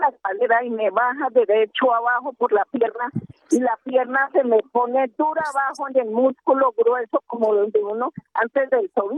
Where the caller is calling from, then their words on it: Bogotá, Colombia; vivo en la ciudad de Bogotá